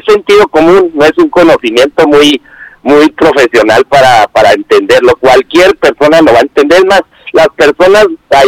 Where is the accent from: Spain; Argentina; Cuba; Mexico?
Mexico; pues si somos mexicanos, vamos a apoyarnos nosotros